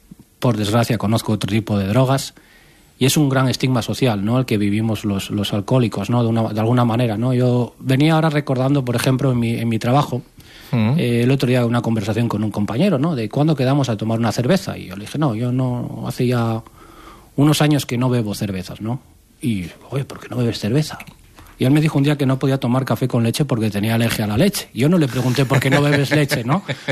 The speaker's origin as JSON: {"language": "Spanish", "region": "Asturias", "country": "Spain", "said": "somos asturianos"}